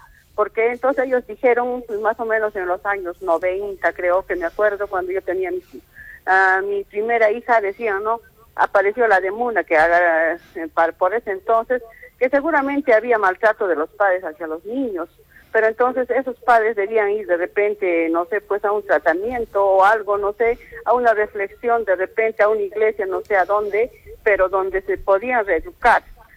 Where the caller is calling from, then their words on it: Arequipa, Peru; Yo estoy llamando de Alto Caima